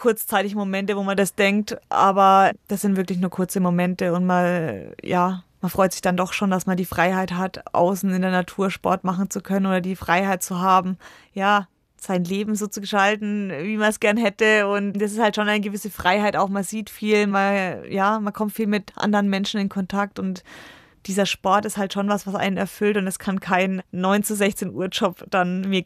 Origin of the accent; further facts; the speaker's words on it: Bavaria, Germany; Als Fränkin natürlich ist es wie ein Heimrennen.